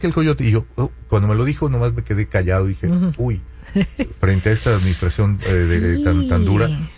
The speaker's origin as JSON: {"language": "Spanish", "region": "Sonora", "country": "Mexico", "tie": "born or raised there"}